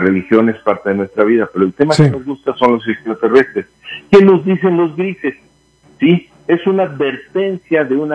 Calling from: Denver, Colorado, United States; Estoy aquí en Denver.

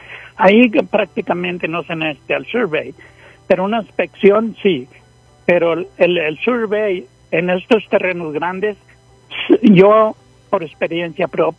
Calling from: Brighton, Colorado, United States; yo vivo en Brighton, y el terreno está en Wiggins, cerca de Fort Morgan, en el Morgan County.

